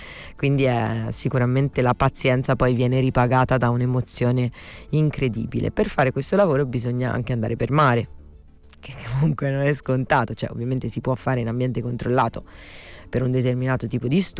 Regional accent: Santa Teresa Gallura, Sardinia, Italy; born there; also born or lived in Sassari / Cagliari / Alghero; Sono cresciuta nel mare più bello dell'universo mondo, inutile negarlo, a Santa Teresa di Gallura. Sono nata a Sassari, quindi ho vissuto un po' il mare del Nord Sardegna, Alghero, ho vissuto anche a Cagliari, alle elementari

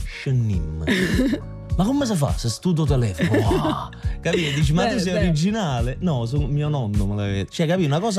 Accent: Giugliano in Campania, Campania, Italy; Ma la mia infanzia è Giuliano in Campania.

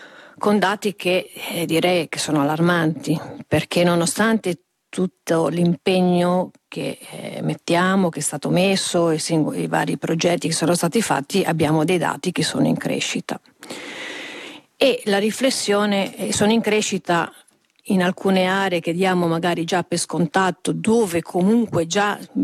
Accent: La Spezia, Liguria, Italy; sono di La Spezia.

